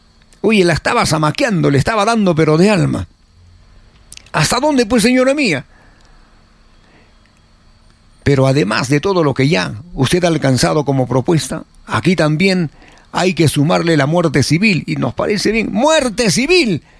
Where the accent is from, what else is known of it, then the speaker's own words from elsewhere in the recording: Peru; tengo el derecho de opinar porque soy peruano.